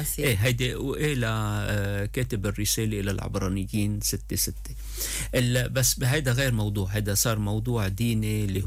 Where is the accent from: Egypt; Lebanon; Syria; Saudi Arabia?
Lebanon; انا بلبنان، انا لبناني،